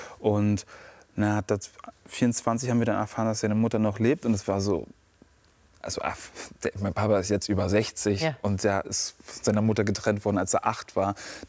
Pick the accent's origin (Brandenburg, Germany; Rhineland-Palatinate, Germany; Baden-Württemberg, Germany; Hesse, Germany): Brandenburg, Germany